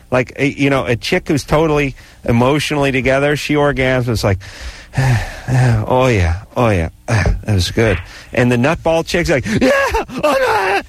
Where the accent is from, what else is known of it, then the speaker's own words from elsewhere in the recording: Los Angeles, California, United States; Well, I was born in North Hollywood. I went to North Hollywood High.